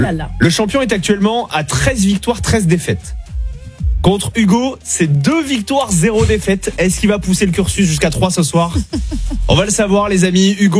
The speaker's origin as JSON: {"language": "French", "town": "Mont-de-Marsan", "region": "Nouvelle-Aquitaine", "country": "France", "moved": "yes", "said": "parce que je viens de Mont-de-Marsan"}